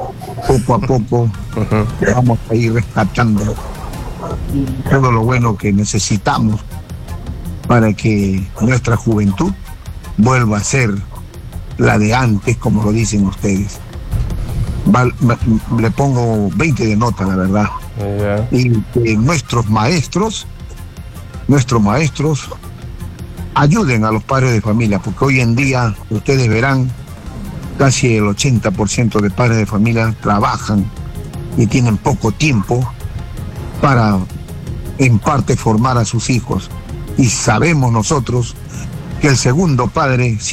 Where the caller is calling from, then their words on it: Ica, Peru; Llamo desde Ica.